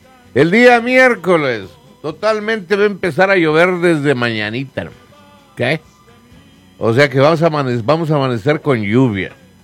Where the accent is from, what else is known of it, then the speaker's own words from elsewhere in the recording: Los Angeles, California, United States; yo estaba en Los Ángeles. O sea, yo crecí en Los Ángeles.